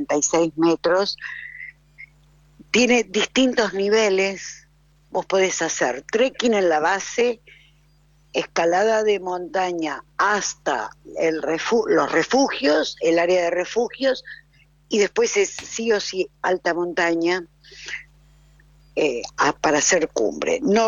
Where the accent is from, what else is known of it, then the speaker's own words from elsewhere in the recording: San Martín de los Andes, Neuquén, Argentina; born there; yo soy nacida en San Martín hace muchos años